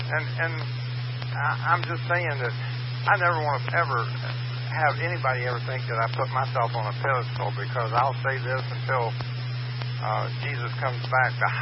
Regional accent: Fort Lauderdale, Florida, United States; I grew up on Fort Lauderdale Beach in the 60s.

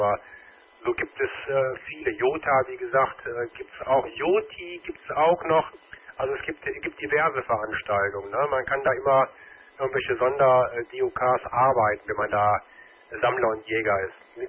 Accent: Rhineland, Germany; born there; moved away as an adult; now in Münsterland, Germany; Ich komme gebürtig aus dem Rheinland. Man sagt mir heute noch nach, dass ich ab und zu auch mal da irgendwo bei bestimmten Worten oder Wörtern besser gesagt in diesen Dialekt zurückfalle, aber ich selber merke das nicht mehr

